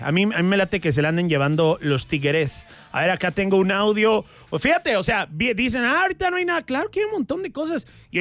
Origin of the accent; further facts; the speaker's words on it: Mexico; Y obviamente todos como mexicanos en aquel entonces queríamos que Rafa Márquez ganara la Champions con el Barcelona.